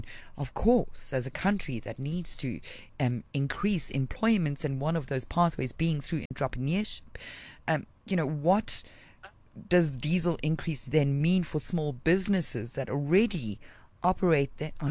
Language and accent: English; South Africa